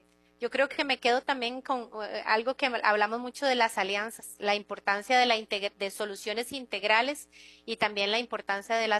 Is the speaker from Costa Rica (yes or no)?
yes; Costa Rica; Yo soy colaboradora de Holcim, pero soy costarricense.